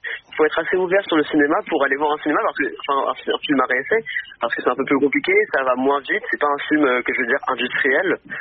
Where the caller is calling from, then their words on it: Rouen, Normandy, France; j'ai 15 ans, j'habite à Rouen.